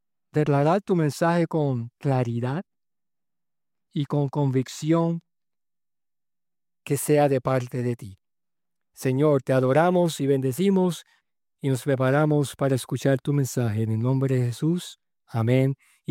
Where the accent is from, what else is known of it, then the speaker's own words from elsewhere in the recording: Puerto Rico; moved away as an adult; also born or lived in Alabama / Idaho / New Mexico / Philippines; Yo como soltero me mudé de Puerto Rico a Alabama y de Alabama a Idaho y de Idaho a Nuevo México y luego el Señor me llevó a las Filipinas